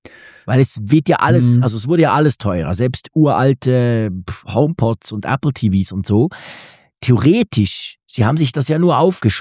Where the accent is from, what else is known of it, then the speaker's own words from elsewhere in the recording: Switzerland; ein iPhone 17, für eben unter 1000, deutlich unter 1000 bei uns in der Schweiz.